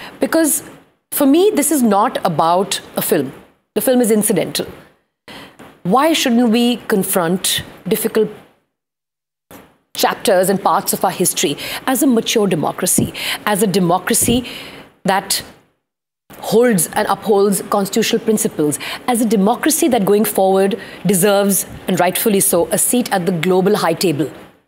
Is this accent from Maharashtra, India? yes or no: no; Punjab, India; I mean, I'm vested in Punjab because I'm from Punjab.